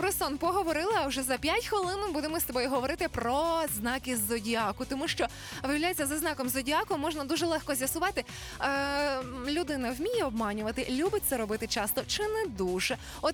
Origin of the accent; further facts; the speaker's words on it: Stryi, Lviv Oblast, Ukraine